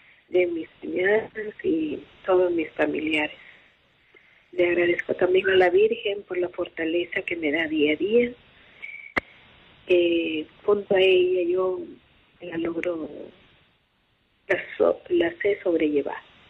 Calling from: Piura, Peru; Buenas tardes, hermanita. … de Piura.

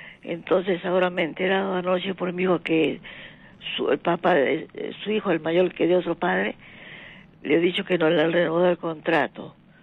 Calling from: Rímac, Lima, Peru

